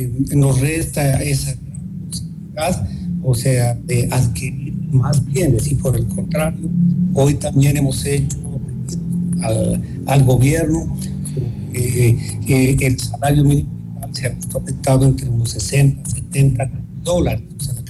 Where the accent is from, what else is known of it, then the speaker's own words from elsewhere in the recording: Ecuador; que nos deja preocupados a todos los ecuatorianos